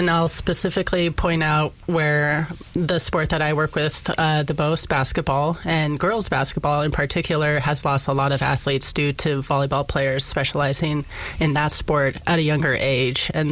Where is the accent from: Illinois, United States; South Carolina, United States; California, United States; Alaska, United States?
Alaska, United States; Kodiak; For example, I grew up in Kodiak, and you're in a town of 10,000 people. You're encouraged to do every sport.